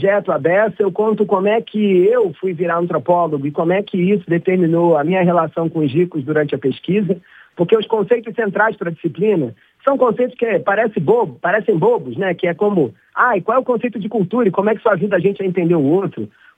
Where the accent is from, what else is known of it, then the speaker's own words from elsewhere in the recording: Rio de Janeiro, Brazil; now in São Paulo, Brazil; Eu sou carioca, hoje moro em São Paulo, mas estou animadíssimo para esse reencontro com a cidade, que é de onde eu saí, de onde eu formei boa parte do meu jeito de pensar, do meu jeito de falar